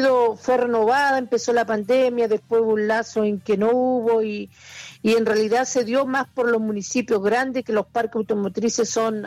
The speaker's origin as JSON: {"language": "Spanish", "country": "Chile", "said": "casi todos como chilenos"}